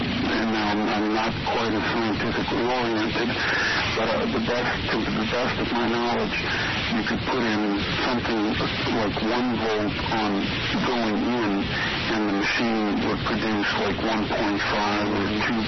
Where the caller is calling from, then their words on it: Las Vegas, Nevada, United States; From Las Vegas.